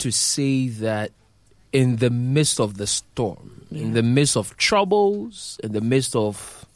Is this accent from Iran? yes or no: no; Ghana; we as the Ghanaian people